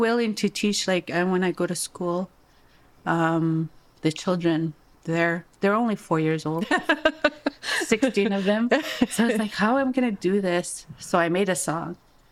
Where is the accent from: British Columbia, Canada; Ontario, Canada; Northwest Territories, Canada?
Northwest Territories, Canada; Deline; I'm from Dene, like the Dalene Gotine